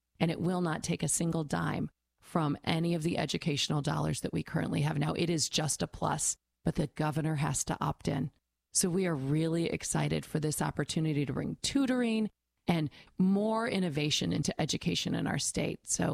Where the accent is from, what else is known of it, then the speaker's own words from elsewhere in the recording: Wisconsin, United States; I grew up in a tiny town, 1,234 people in Wisconsin. I think there were probably twice as many cows as people in the town that I grew up in.